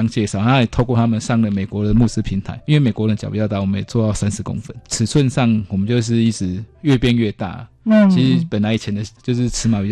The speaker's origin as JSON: {"language": "Chinese", "country": "Taiwan", "said": "我们台湾人"}